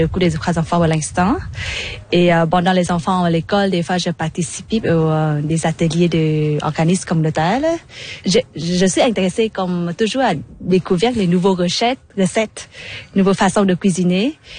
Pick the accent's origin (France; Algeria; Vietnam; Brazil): Vietnam; French is a second language; jeune fan. Je viens de Vietnam.